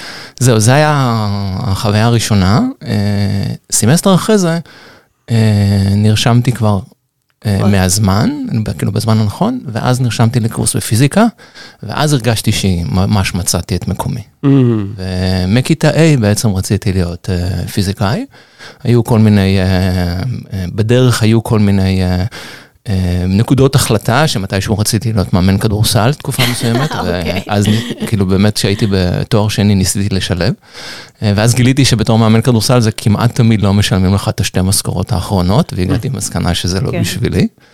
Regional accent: Holon, Tel Aviv District, Israel; ואז בין כיתה ג' לכיתה ד', אני חושב, מה שקרה זה שהיה בחינות, וגדלתי בחולון

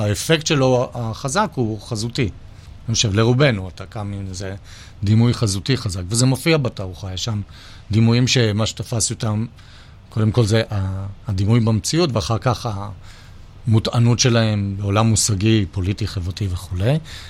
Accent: Holon, Tel Aviv District, Israel; אני זוכר את עצמי כילד בחולון

